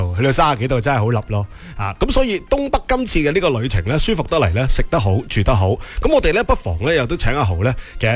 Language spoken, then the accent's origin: Cantonese; Guangdong, China